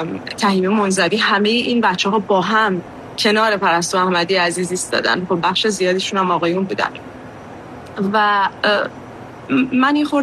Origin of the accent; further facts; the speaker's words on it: southern Iran, Iran; ما که از جنوب اومدیم